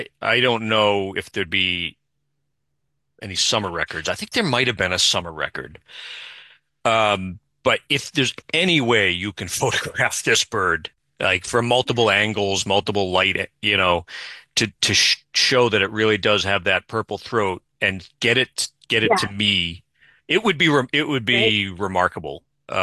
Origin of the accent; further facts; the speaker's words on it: Brockton, Massachusetts, United States; I'm from Brockton.